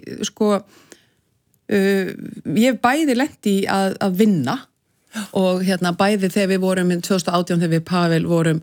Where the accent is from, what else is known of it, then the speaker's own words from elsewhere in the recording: Reykjavik, Capital Region, Iceland; En ég uppalinn í Reykjavík, skólagangan var hérna í Breiðholtinu, sko.